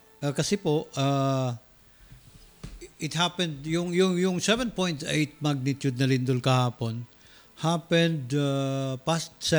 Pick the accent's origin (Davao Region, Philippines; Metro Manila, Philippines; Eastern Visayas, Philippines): Davao Region, Philippines; Davao; Sa Davao mismo, yung hometown ko, ang tinumbok agad ng kwento.